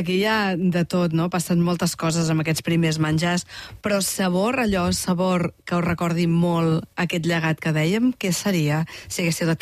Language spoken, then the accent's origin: Catalan; Tarragona, Catalonia, Spain; jo soc de Tarragona